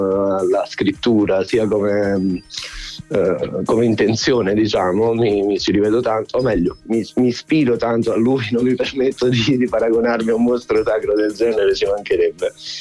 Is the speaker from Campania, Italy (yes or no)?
yes; Sassano, Campania, Italy; also born or lived in Bologna; il mio luogo di origine, la provincia di Salerno. Io sono nato e cresciuto a Sassano